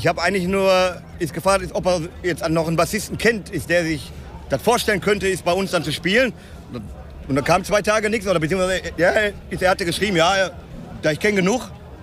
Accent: Gelsenkirchen, North Rhine-Westphalia, Germany; wir kommen hier aus Gelsenkirchen und waren heute hier der Opener, die Lokalmatadore sozusagen

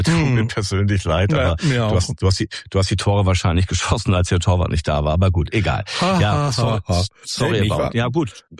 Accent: North Rhine-Westphalia, Germany; moved away as an adult; also born or lived in Münsterland; now in Osnabrück, Germany; Also ursprünglich komme ich ja eigentlich aus dem Münsterland, eigentlich aus dem Niederrhein-Bereich, um genau zu sein.

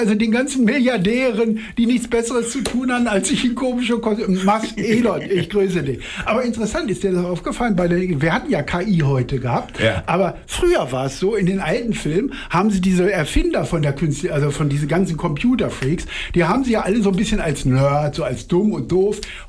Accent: Cologne, North Rhine-Westphalia, Germany; Ich bin Kölner. Aus bestimmten Stadtteilen.

